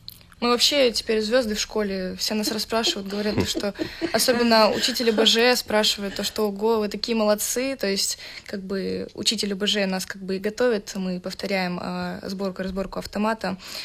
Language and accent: Russian; Chukotka Autonomous Okrug, Russia